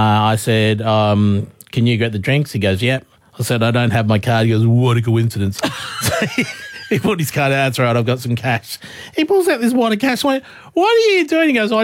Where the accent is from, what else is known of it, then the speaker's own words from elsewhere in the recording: Broken Hill, New South Wales, Australia; now in Gold Coast, Australia; driving back to my hometown of Broken Hill, which is 18 hours away.